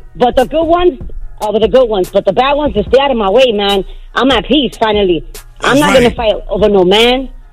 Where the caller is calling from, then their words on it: New York City, New York, United States; I'm from Bushwick, area code 718.